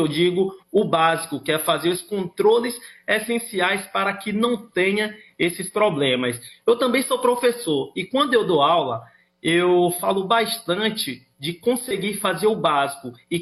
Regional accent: Salvador, Bahia, Brazil; Não, eu sou de Salvador

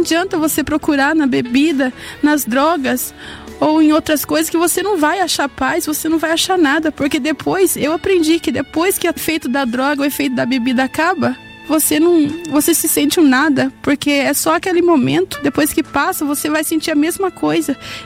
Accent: Sorocaba, São Paulo, Brazil; sou da cidade de Sorocaba

